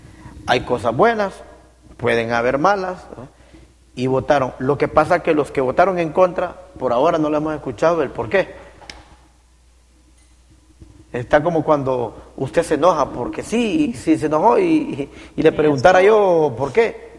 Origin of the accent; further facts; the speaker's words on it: Siguatepeque, Comayagua, Honduras; Ahí nací, me crié en el barrio San Juan. Soy 0318, uh-huh. Nacido en Siguatepeque.